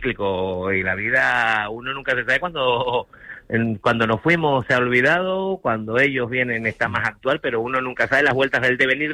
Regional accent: Canary Islands, Spain; nuestra historia como canarios, como migrantes

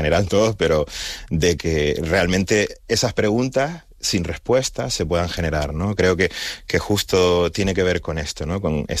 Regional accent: Canary Islands, Spain; En plan, como muchísimos canarios y canarias, y en ese momento también me sentía como que no era ni de aquí ni de allá, ¿no? Entonces, allí era súper canarión, aquí un poco godo

